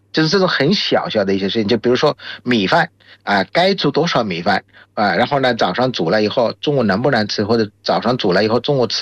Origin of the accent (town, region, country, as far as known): Bangladesh; Chinese is a second language